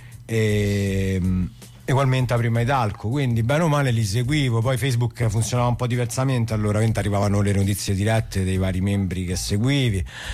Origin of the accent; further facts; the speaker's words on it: Lazio, Italy; Io sono della Tuscia Viterbese.